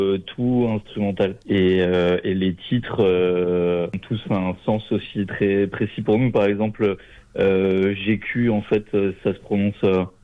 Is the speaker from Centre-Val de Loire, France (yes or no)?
no; Toulouse, Occitanie, France; On vient de Toulouse, on est tous de Toulouse, on habite à Toulouse, RPZ. 31.